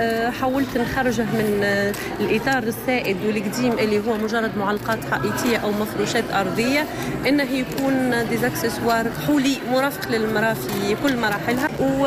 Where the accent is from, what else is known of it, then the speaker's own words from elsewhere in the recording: Gafsa, Gafsa Governorate, Tunisia; من قفصة، خريج فنون جميلة.